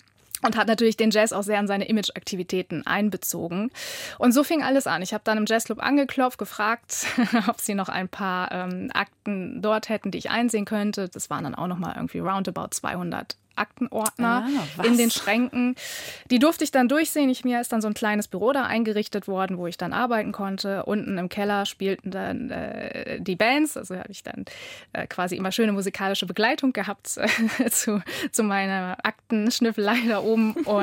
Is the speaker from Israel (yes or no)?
no; Hanover, Lower Saxony, Germany; Ich bin gebürtige Hannoveranerin. Ich bin auch begeisterte Hannoveranerin, also eine Lokalpatriotin durchaus.